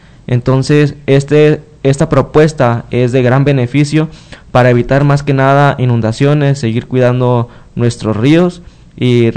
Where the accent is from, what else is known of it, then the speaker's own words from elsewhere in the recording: Bahía de Banderas, Nayarit, Mexico; la necesidad que tenemos en mi pueblo, hablando en Bahía de Banderas